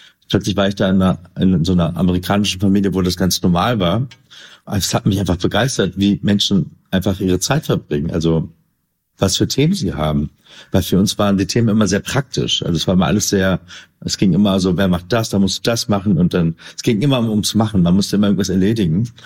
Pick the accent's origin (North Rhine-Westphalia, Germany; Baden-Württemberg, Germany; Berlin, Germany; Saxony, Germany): Berlin, Germany; Genau, eigentlich komme ich aus Kreuzberg. Also ich weiß nicht, es steht immer in der Presse Neukölln. Ich weiß, das hat sich irgendwann mal so verselbstständigt. Genau, aus der Zossener Straße, Bergmann geht's, aus dem guten Kreuzberg.